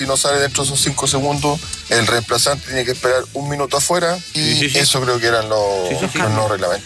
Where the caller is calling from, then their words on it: Lampa, Santiago Metropolitan Region, Chile; Cosas acá desde Lampa.